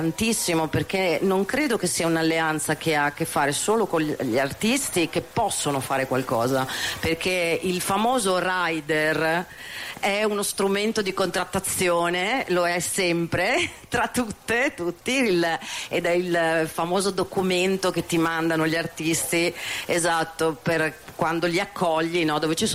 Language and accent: Italian; Bologna, Emilia-Romagna, Italy; io vengo da Bologna